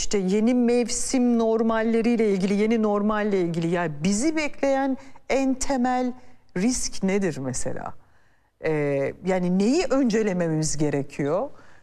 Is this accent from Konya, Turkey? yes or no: no; Cizre, Şırnak Province, Turkey; Çünkü ben Cizreliyim. Onu söyleyeyim. İnanılmaz zordur gerçekten yaşam bakıldığında, özellikle bu mevsimde.